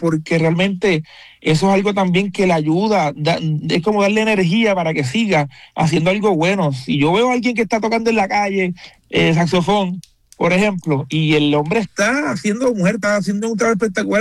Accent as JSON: {"language": "Spanish", "town": "San Germán", "country": "Puerto Rico", "said": "yo soy de Puerto Rico, soy de un pueblito que se llama San Germán, como mencionaste, y no es que las oportunidades no sean iguales para todos o menos por ser de allí, pero es bien es al otro extremo de la capital de Puerto Rico"}